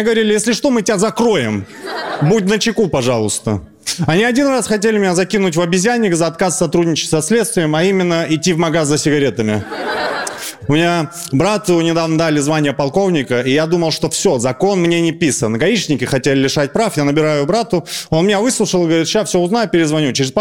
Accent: Chechnya, Russia; Значит, я из Чечни

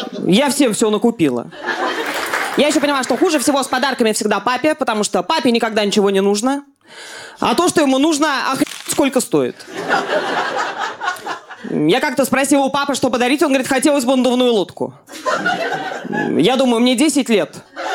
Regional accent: Moscow, Russia; Я долго жила с родителями, потому что я из Москвы

